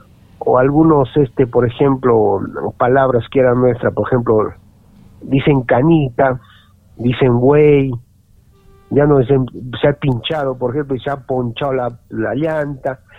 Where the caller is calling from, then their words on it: Arequipa, Peru; hemos visto que gran mayoría acá en Arequipa hablan como mexicano